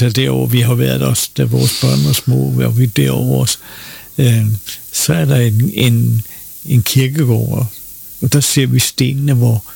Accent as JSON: {"language": "Danish", "town": "Copenhagen", "region": "Capital Region of Denmark", "country": "Denmark", "tie": "born or raised there", "moved": "yes", "lives_now": "Bornholm, Denmark", "said": "Jeg voksede op på Utterslev Torv i København og gik i Bellerhøjskole."}